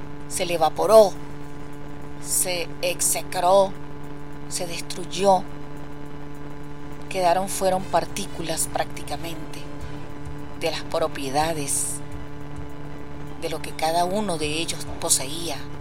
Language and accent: Spanish; Venezuela; enlazarnos como venezolanos, porque somos, el venezolano es uno